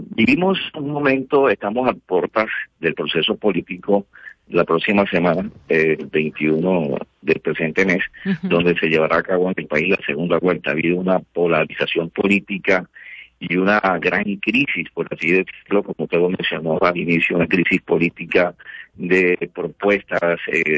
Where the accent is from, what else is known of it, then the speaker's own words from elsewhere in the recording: Colombia; como colombianos, queremos que cese esta gran polarización